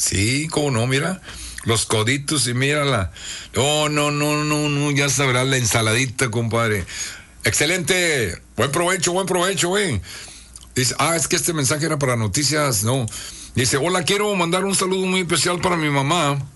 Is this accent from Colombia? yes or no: no; Matamoros, Tamaulipas, Mexico; moved away as an adult; now in Victoria, Mexico; si yo no soy de Victoria, tú, Florencio, tú sabes, yo soy de Matamoros, compadre, pero ya tengo 37 años aquí en Victoria